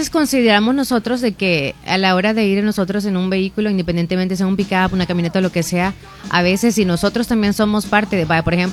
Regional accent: El Salvador; sabiendo cómo somos los salvadoreños y la economía de nosotros

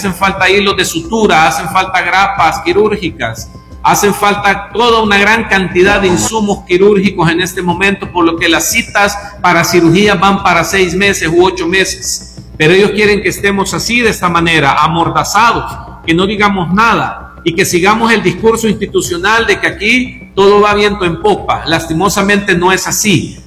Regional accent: El Salvador

